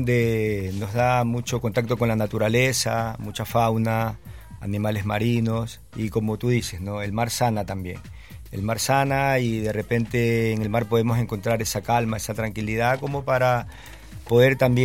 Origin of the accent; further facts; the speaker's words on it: Ecuador; now in Concón, Chile; soy ecuatoriano, vivo acá en Chile hace 12 años. Me integré mucho con el sector costero, soy de una ciudad de la costa de Ecuador.